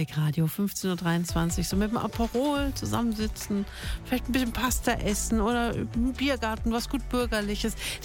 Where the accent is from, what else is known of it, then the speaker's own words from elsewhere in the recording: Swabia, Germany; sage ich als Schwabe